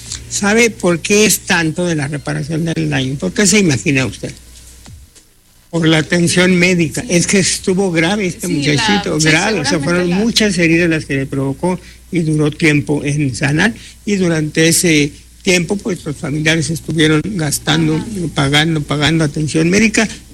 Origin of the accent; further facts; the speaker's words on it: Tayoltita, Durango, Mexico; moved away; allá en Tayoltita, en mi tierra